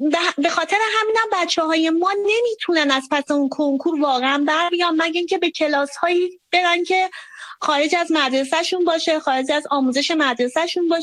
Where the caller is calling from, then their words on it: Tehran, Tehran Province, Iran; من از تهران هستم، ایران عزیزمون.